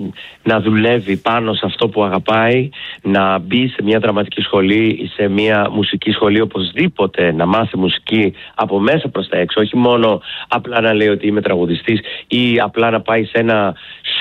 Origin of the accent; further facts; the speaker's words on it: Greece; Θέλω να είμαι ο Έλληνας. Η Ελλάδα είναι η πατρίδα μου, την Ελλάδα αγαπώ, η Ελλάδα μου έχει δώσει τόσα πολλά.